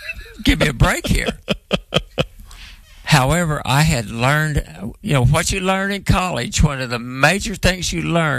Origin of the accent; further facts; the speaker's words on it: Muskogee County, Oklahoma, United States; I was raised in Muskogee County, 6 miles north of Shakota, 3 miles south of Wainwright, four and a quarter west of Oktahaw, and 5 3/4 from Council Hill on the east. The address was Oktahaw.